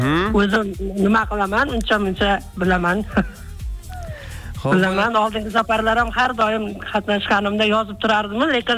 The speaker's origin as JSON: {"language": "Uzbek", "town": "Guliston", "region": "Sirdaryo Region", "country": "Uzbekistan", "said": "Guliston shahardan, Sirdaryo viloyati."}